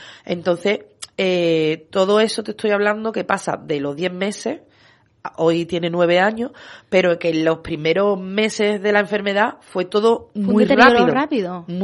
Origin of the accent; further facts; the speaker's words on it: Seville, Andalusia, Spain; yo digo que es nuestra familia de Menorca y para ello nosotros somos su familia de Sevilla